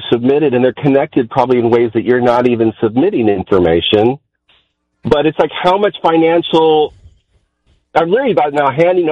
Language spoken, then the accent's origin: English; California, United States; now in Michigan, United States; I'm originally from California, so they're still in California, but I'm in here in Michigan.